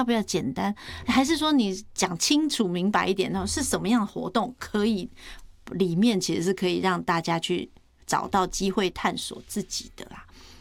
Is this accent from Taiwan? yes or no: yes; Taiwan; 我觉得我们其实台湾人的整个从小的学习很多都是来自于学校教育